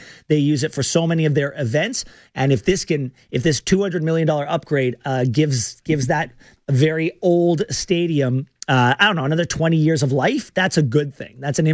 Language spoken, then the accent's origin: English; Canada; I'm speaking as a Canadian.